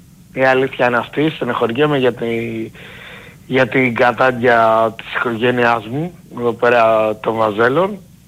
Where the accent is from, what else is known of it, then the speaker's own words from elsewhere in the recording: Velventos, Western Macedonia, Greece; Από Βελβέντο.